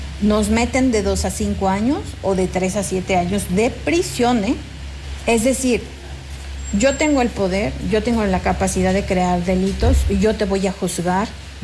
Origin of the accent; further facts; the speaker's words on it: San Luis Potosí, Mexico; Pero soy una ciudadana, soy potosina y tengo mucha preocupación porque este no es el San Luis que yo quiero para la familia, para mi familia, para los futuros potosinos